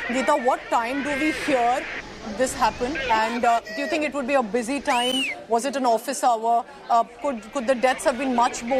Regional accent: India; I'm saying this as an Indian

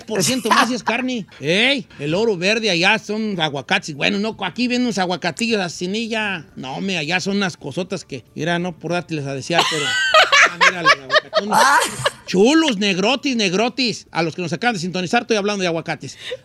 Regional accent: La Sauceda, Michoacán, Mexico; moved away; para el lado de Zamora. Yo soy de un pueblo que se llama La Sauceda.

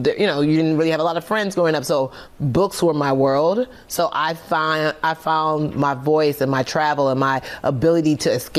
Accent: Nigeria; Oh man, she's from Nigeria.

